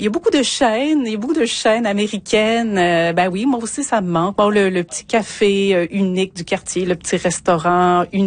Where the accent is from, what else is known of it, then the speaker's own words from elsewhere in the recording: Quebec City, Quebec, Canada; moved away; Moi, j'ai grandi à Québec. Avoir l'air qui est presque l'air de la mer, là, ça manque. En Alberta, on est loin de l'air de la mer.